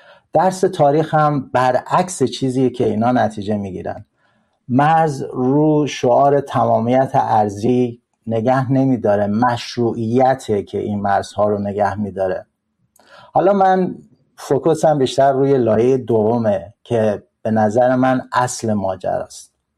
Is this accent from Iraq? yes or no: no; Kurdish regions of Iran, Iran; استانهای کردنشین سالهاست جز محروم ترین و بیکارترین استانها